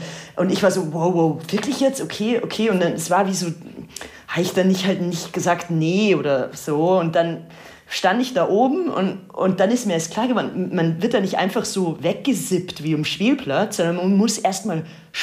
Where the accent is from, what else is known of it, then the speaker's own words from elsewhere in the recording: Austria; mir als Österreicherin